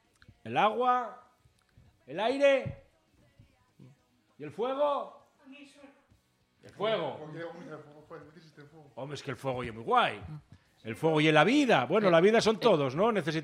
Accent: Asturias, Spain; Que somos asturianos, maldita sea.

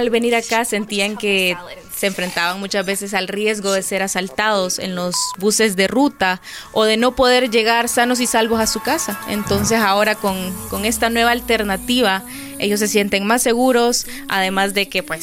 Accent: Tegucigalpa, Francisco Morazán, Honduras; yo soy de acá, de Tegucigalpa

